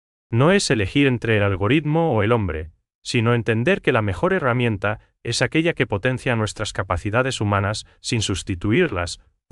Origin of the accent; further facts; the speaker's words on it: Paraguay; cómo nosotros como paraguayos vamos a usar esa potencia